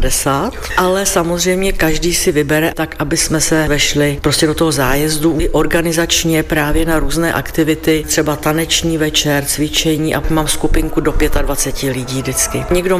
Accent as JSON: {"language": "Czech", "country": "Slovakia", "lives_now": "Czech Republic", "said": "Česká republika je krásná, i Slovensko je krásné, já i pocházím ze Slovenska, mám tam rodinu. Lučenec, Filakovo, mám to ráda."}